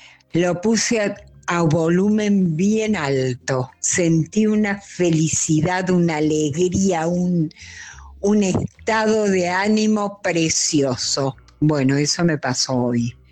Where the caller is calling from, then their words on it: Palermo, Buenos Aires, Argentina; Hola, buenas noches, Luisa y equipo que te acompaña. … de Palermo.